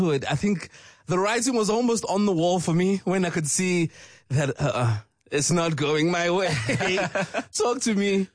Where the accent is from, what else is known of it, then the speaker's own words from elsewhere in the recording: Durban, KwaZulu-Natal, South Africa; As someone who comes from my hometown as well, Durban, big up.